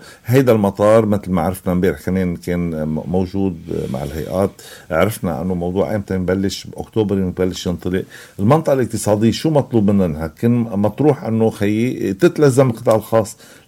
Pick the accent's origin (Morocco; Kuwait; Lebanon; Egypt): Lebanon; North Governorate; أنا يعني شمالي وبطرابلس